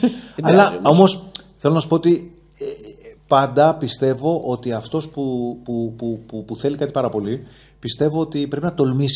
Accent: Athens, Attica, Greece; also born or lived in Heraklion, Crete; γεννήθηκα στην Αθήνα και έζησα τα πρώτα 4 χρόνια της ζωής μου. Μέχρι παιδικό σταθμό πήγα στην Κρήτη.

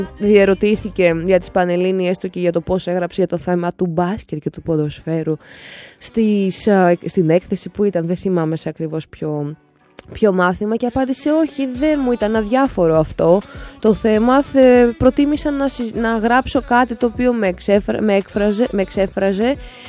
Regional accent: Greece; also born or lived in Slavic regions (birthplace); Δεν είχα την τύχη να γεννηθώ εδώ, γεννήθηκα σε Σλάβη και σε δάφους, δεν θα τοποθετηθώ γεωπολιτικά. Θα πω σε Σλάβικες, τέλος πάντων, περιοχές. Παρ' όλα αυτά κατάγομαι από Έλληνες. Μεγάλωσα εδώ από τα 5 μου

